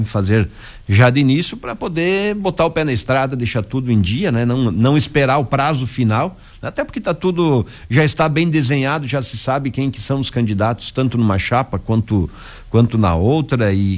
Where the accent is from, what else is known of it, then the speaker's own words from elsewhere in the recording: Mondaí, Santa Catarina, Brazil; eu nasci e fui criado aqui em Santa Catarina, a gente sempre teve essa paixão, esse gosto pela política. Minha irmã foi vereadora lá na minha terra natal, em Mondaí